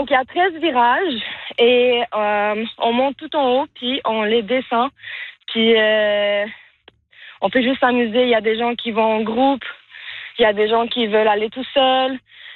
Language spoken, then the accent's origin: French; Montreal, Quebec, Canada; Moi, je suis de Montréal, originalement.